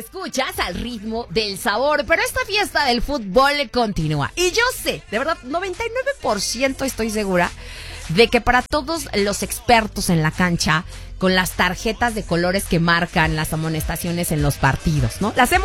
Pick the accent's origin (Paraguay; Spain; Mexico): Mexico; me hace sentir muy orgullosa como mexicana, porque se empezó a aplicar aquí en México